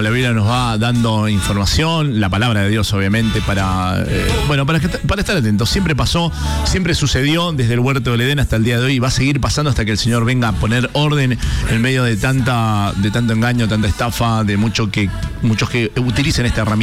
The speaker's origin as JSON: {"language": "Spanish", "region": "Mendoza", "country": "Argentina", "said": "para nosotros como mendocinos también es muy, pero muy importante. Una provincia agraria como la nuestra"}